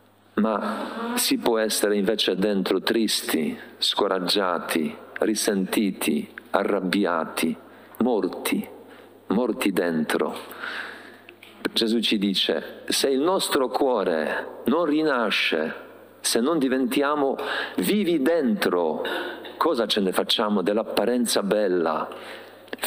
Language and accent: Italian; Poland; Italian is a second language; Io sono polacco, noi abbiamo i cimiteri molto belli, ma anche quelli italiani sono tutti belli, curati